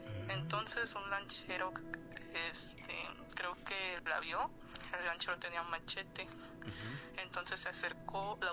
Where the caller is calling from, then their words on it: Puerto Escondido, Oaxaca, Mexico; Soy de Puerto Escondido, sí. Oaxaca.